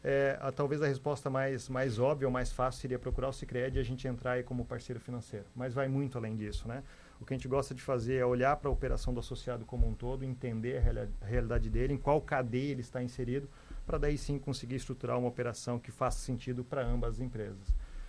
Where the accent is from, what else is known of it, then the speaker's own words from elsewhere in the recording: Joinville, Santa Catarina, Brazil; sou joinvilense nato, né? Nascido e criado aqui em Joinville.